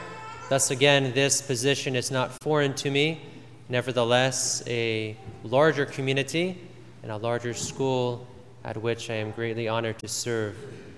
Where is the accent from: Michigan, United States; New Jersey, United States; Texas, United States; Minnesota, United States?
New Jersey, United States; I grew up mostly in New Jersey, so the East Coast is not foreign to me. My parents and some of my siblings still live there.